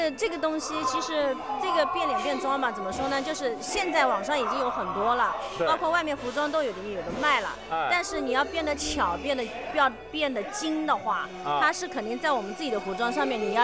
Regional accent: Zhejiang, China; 就是我们浙江人好像就是有一个特点，是不是？什么都敢去尝试。

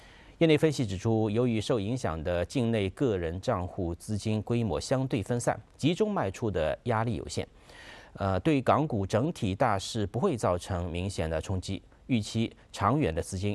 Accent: China; 我们中国人

